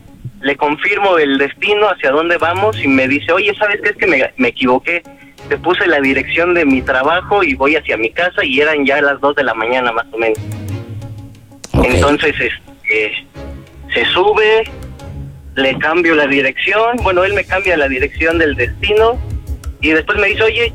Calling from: Mexico City, Mexico; De aquí, de la Ciudad de México.

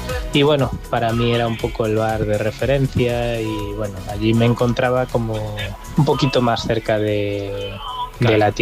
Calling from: L'Hospitalet de Llobregat, Catalonia, Spain; yo soy de Hospitalet de Llobregat

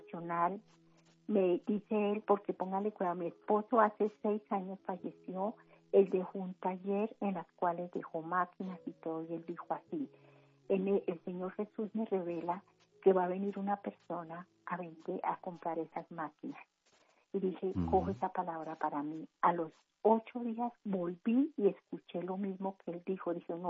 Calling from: Bogotá, Colombia; Estoy en la zona quinta de Usme.

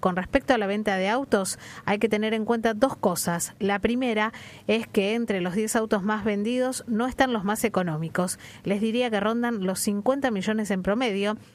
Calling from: Villa Gobernador Gálvez, Santa Fe, Argentina; Buenos días, … … de Villa Gobernador Gálvez.

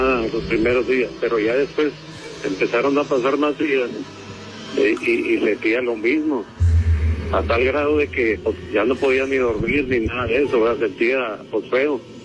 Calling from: Piedras Negras, Coahuila, Mexico; yo soy de aquí, de Piedras Negras.

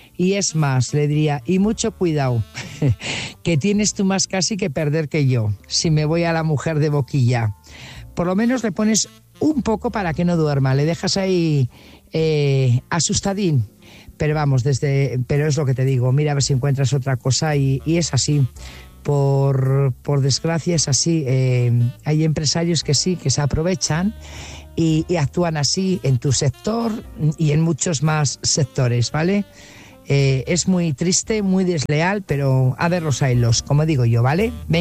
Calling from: Burgos, Castile and León, Spain; Buenas noches … corresponsal de Burgos.

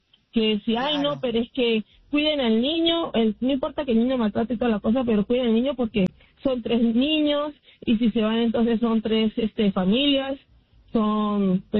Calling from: Utah, United States; Buenos días, estoy bien, en todo Utah.

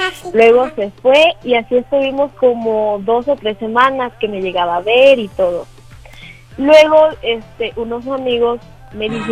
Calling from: Cárdenas, Tabasco, Mexico; Tengo 19 y soy de Cárdenas, Tabasco.

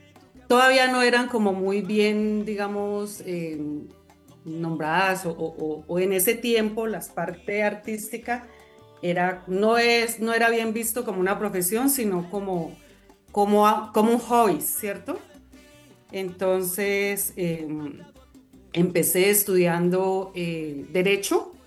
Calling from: Popayán, Cauca, Colombia; accent: southern; Sí, yo soy de aquí, de Popayán.

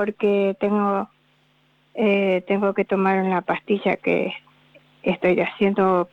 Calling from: José C. Paz, Buenos Aires Province, Argentina; Yo estoy viviendo acá en José C. Paz

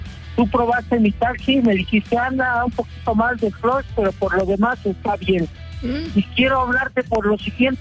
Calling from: Mexico City, Mexico; soy taxista del Distrito Federal.

